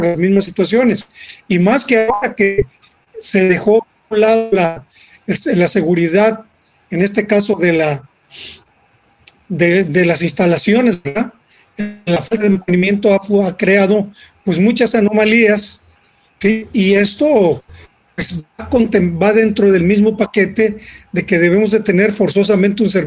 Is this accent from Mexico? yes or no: yes; Mexico; también nosotros somos mexicanos